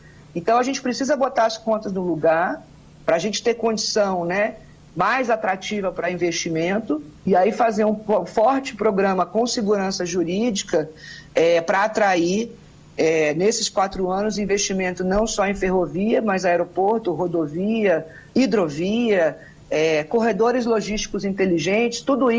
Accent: Barra Mansa, Rio de Janeiro, Brazil; born there; Nasci em Barra Mansa

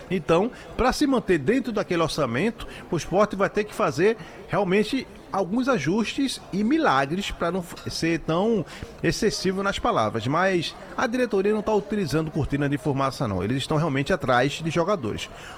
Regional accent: Candeias, Pernambuco, Brazil; É, sou lá de Candeias, Candeias, Piedade, bem pertinho ali.

